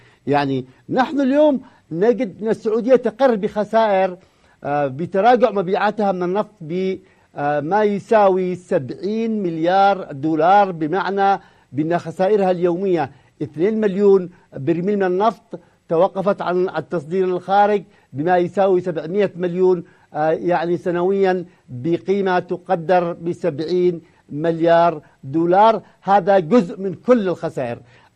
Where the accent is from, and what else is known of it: Yemen